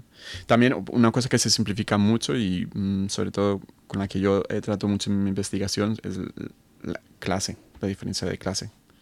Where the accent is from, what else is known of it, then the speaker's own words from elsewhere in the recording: Colombia; also born or lived in Spain; yo soy colombiano-español, ustedes son chilenos